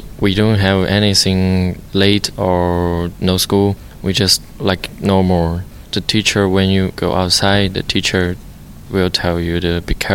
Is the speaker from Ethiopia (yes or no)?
no; Yanji, Jilin, China; English is a second language; now in United States; I'm from the Yanji and the city from Jilin. That place, east and northern. Are known for the different language because we have the Korean people and the rice.